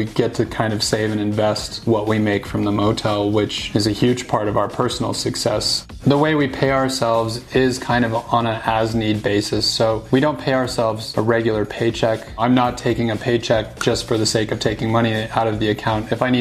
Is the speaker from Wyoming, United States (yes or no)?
yes; Wyoming, United States; also born or lived in Loveland, Colorado; I grew up right here in Grable, Wyoming.